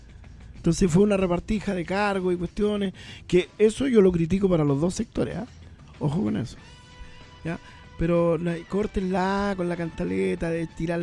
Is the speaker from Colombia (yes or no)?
no; Chile; Nos va bien a todos los chilenos.